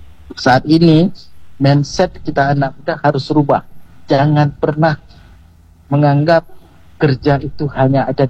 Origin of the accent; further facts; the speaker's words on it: Aceh, Indonesia; Saya sebagai orang Aceh, anak muda Aceh yang saat ini juga tinggal di Aceh